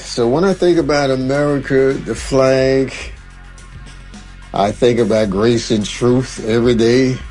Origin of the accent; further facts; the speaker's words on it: Savannah, Georgia, United States; I was born and raised here in Lady Street, Savannah, Georgia, November the 20th, 1945, in the Charity Hospital.